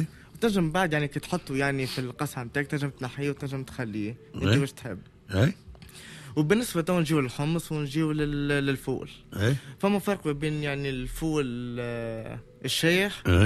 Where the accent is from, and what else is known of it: Radès, Ben Arous, Tunisia